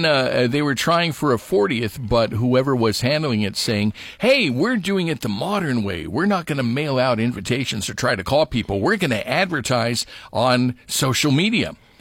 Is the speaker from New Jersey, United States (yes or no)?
no; Niles, Ohio, United States; This one's in Niles, my hometown.